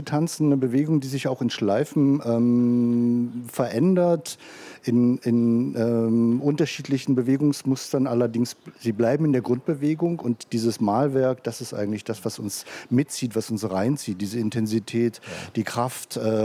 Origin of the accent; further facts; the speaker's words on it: eastern Germany, Germany; Ich bin im Osten groß geworden, ich habe viele Frauenkollektive erlebt